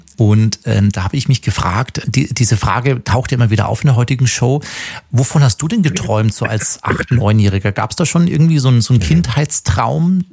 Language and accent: German; Bavaria, Germany; Ich komme aus dem Chiemgau und ich weiß immer, wenn ich meine Oma und meine Großeltern haben gegenüber von uns gewohnt, ich musste über den Zaun springen.